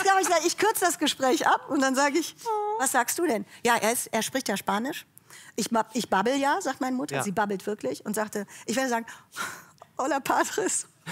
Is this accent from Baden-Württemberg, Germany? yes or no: no; Cologne, North Rhine-Westphalia, Germany